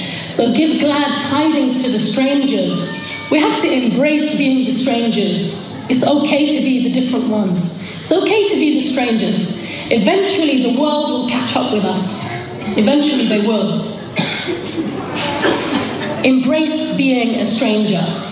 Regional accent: Hackney, London, United Kingdom; she used to walk on the streets of, we grew up in Hackney. She used to walk walk on the streets of Hackney at a time when nobody wore hijab.

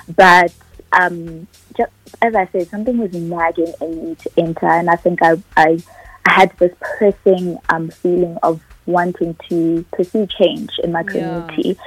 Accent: Tembisa, Gauteng, South Africa; I think the passion started when I was staying in Tembisa. I was born in Tembisa, and I grew up in Tembisa for quite a few years. And due to some unforeseen circumstances, I had to move in with my aunt and uncle in the suburbs

